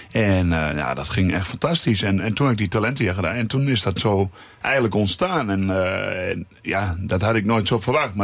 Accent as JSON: {"language": "Dutch", "town": "Enschede", "region": "Overijssel", "country": "Netherlands", "tie": "born or raised there", "also_born_or_lived": "Hengelo", "lives_now": "Bierde, Netherlands", "said": "En ik kom officieel uit Hengelo, ben geboren, Enschede opgegroeid. Ik woon nu in Bierde, al 3,5 jaar bij mijn vriendin."}